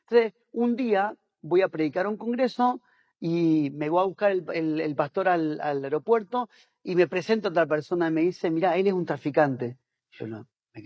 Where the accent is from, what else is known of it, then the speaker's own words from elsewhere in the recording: Azul, Buenos Aires Province, Argentina; born there; now in Córdoba, Argentina; Mis papás eran pastores, yo nací en Azul, Buenos Aires.